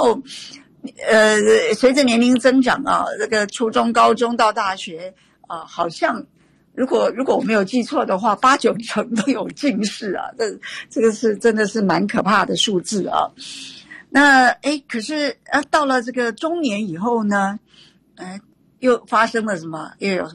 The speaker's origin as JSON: {"language": "Chinese", "country": "Taiwan", "said": "我们在台湾，我们台湾人啊，很糟糕的啊，从小很多人就四眼田鸡，而且近视率非常高啊。"}